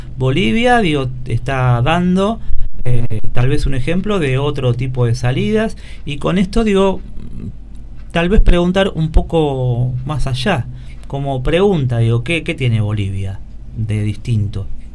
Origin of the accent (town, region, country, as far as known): Argentina